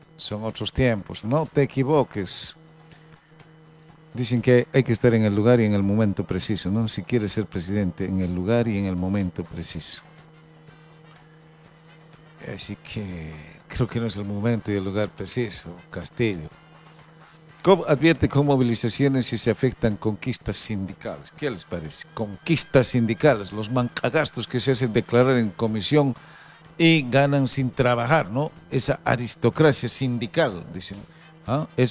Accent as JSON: {"language": "Spanish", "country": "Bolivia", "said": "esos somos los bolivianos"}